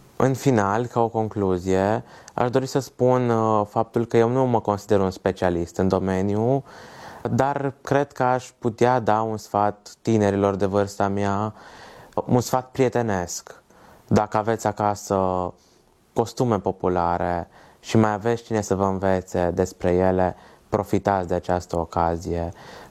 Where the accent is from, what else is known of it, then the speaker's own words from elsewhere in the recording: Banat, Romania; Satul din care provin eu este un fost sat nemțesc în care nu au fost bănățeni Bănățeni nativi.